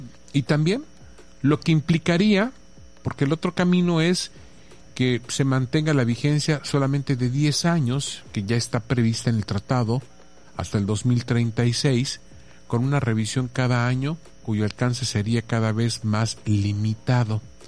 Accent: Mexico

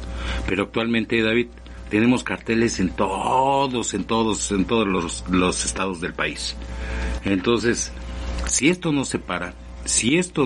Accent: Mexico; la patria somos todos los mexicanos también

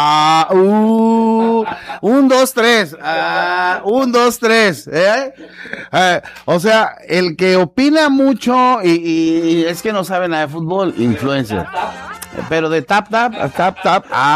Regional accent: Mexico

